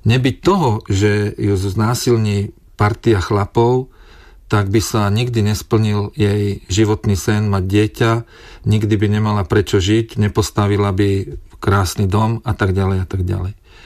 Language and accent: Slovak; Voderady, Trnava Region, Slovakia; moved away; Ja nikde netajím, že pochádzam zo západoslovenskej obce Voderady, ktorá sa nachádza 11 km južne od Trnavy